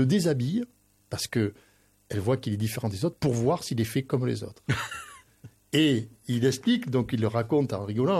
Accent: Bergerac, Nouvelle-Aquitaine, France; Et je me souviens, moi, quand j'étais gamin, à l'école à Bergerac

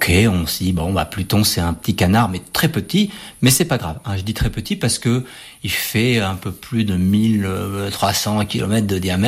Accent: France; Mais c'était sympa en tant que Français de participer à cette mission.

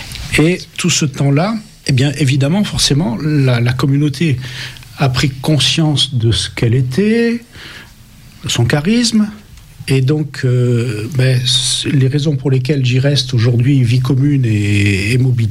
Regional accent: Montpellier, Occitanie, France; born there; Je suis né à Montpellier, qui est la ville d'origine de la famille, mais j'y suis né pendant les vacances, et j'y ai en fait jamais habité

